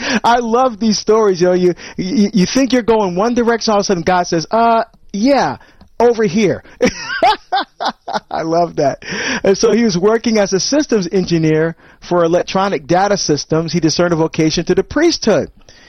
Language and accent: English; Barbados; moved away; I'm from Barbados